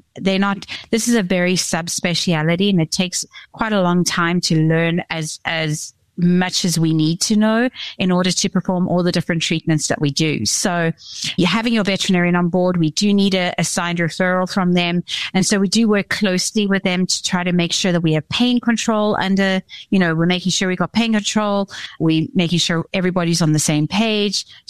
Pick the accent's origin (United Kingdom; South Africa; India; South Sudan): South Africa; moved away as an adult; now in Texas, United States; So I'm from the deep south. I'm from South Africa.